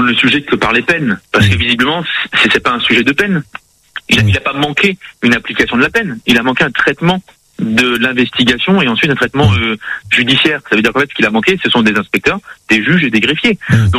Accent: Toulouse, Occitanie, France; Alors, pour le coup, en tant que Toulousain, hein

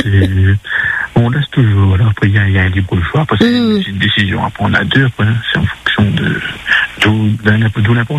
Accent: Hauts-de-France, France; je suis du Nord, mais je peux me déplacer, donc il n'y a pas de souci. Je fais les autres secteurs aussi de Lille.

